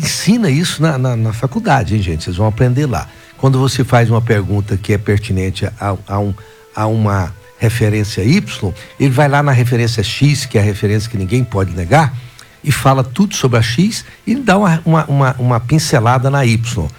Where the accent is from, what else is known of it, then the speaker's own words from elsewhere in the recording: Rio Verde, Goiás, Brazil; eu sou de Rio Verde, o povo de Rio Verde não pensa certo